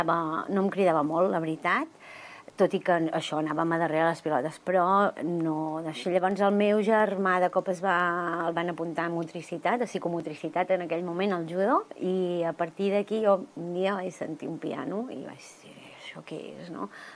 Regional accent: Manresa, Catalonia, Spain; Vaig néixer a Manresa i vaig créixer a Manresa i visc a Manresa.

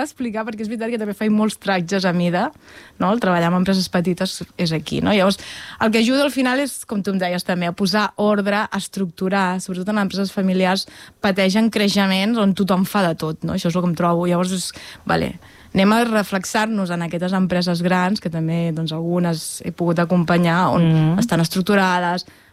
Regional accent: La Selva del Camp, Catalonia, Spain; also born or lived in Reus; Jo vaig néixer a Reus, tot i que amb 6 anys vaig anar a viure en un poble que es diu La Selva del Camp, per tant em considero salvatana.

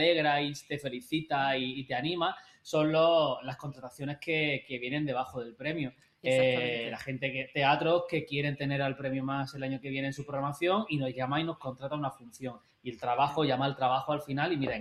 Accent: Andalusia, Spain; somos los únicos andaluces

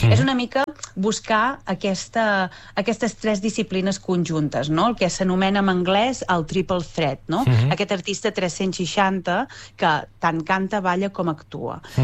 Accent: Olot, Catalonia, Spain; Com que jo sóc d'Olot

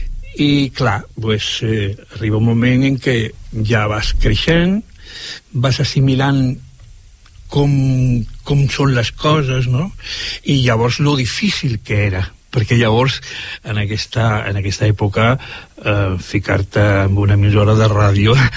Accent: Alcalá de Guadaíra, Andalusia, Spain; born there; vaig néixer a Alcalá de Guadaira, un poble, bueno, és una gran ciutat de Sevilla

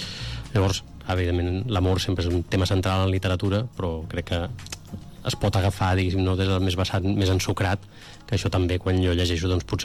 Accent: Catalonia, Spain; intentar cuidar el català tant com puc arribar, que soc de Baix Llobregat, això no s'ha d'oblidar.

